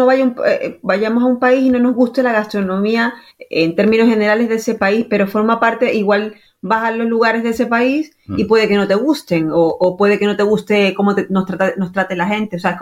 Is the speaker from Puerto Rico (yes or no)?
no; Venezuela; now in Spain; Yo soy de Venezuela, lo que pasa es que llevo muchos años aquí en España